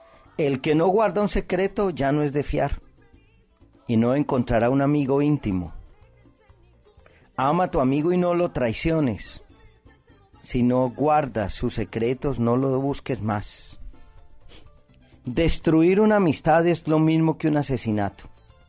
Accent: Colombia; Inclusive, en mi país, Colombia, hay un programa hecho por unos hombres

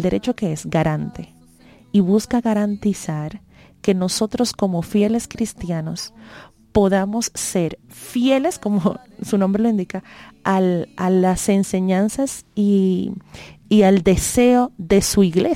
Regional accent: Colombia; que nosotros como colombianos, aunque no me han dado la cédula

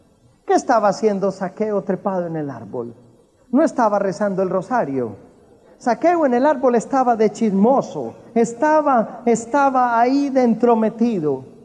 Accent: Colombia; Yo soy colombiano. Nos encanta a los colombianos el café.

